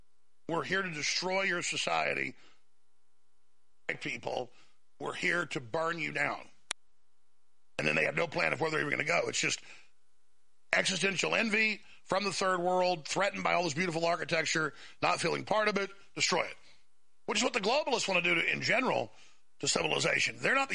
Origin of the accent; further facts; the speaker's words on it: Dallas, Texas, United States; And it's the same thing growing up in Dallas, because I grew up at the time the richest county in Texas, right outside Dallas